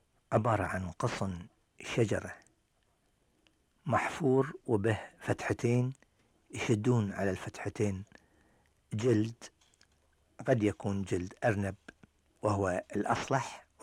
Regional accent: Bahrain; accent: Bahraini

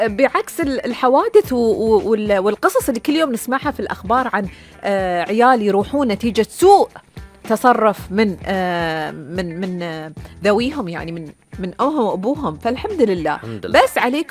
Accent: Bahrain; عندنا في البحرين

